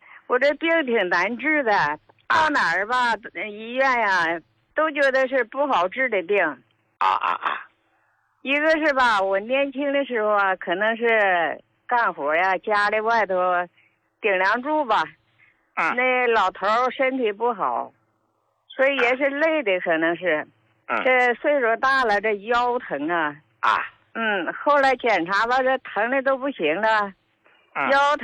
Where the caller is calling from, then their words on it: Qiqihar, Heilongjiang, China; 我是齐齐哈尔的。我这个病吧，一个是岁数大了，今年我都71了。